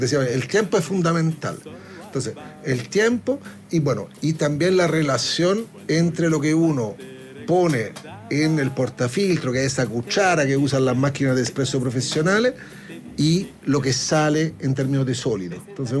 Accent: Italy; yo soy italiano

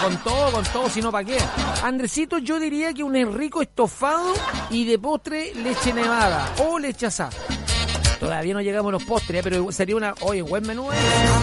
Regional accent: Chile; nosotros como chilenos

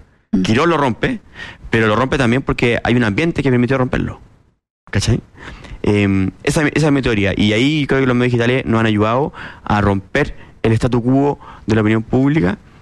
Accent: Chile

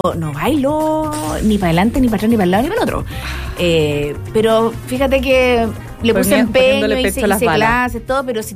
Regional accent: Concepción, Biobío, Chile; moved away; Yo soy de Concepción.

